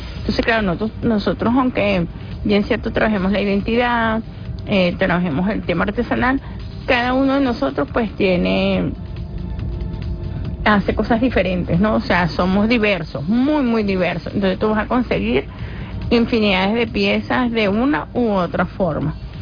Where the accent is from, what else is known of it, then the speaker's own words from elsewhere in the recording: Venezuela; nuestra identidad como venezolanos y venezolanas